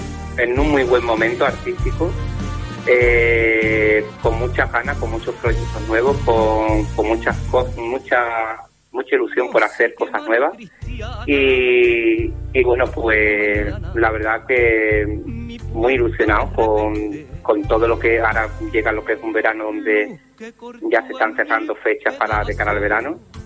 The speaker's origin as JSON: {"language": "Spanish", "town": "Algeciras", "region": "Andalusia", "country": "Spain", "said": "sí me siento profeta en mi tierra, porque he sido pregonero de la feria, de la Semana Grande de aquí de Algeciras, de la Feria de Algeciras"}